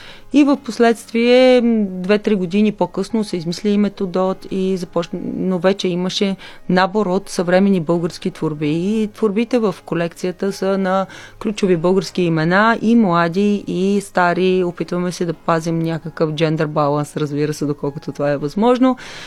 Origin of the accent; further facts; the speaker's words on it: Plovdiv, Plovdiv Province, Bulgaria; аз съм основно от Пловдив.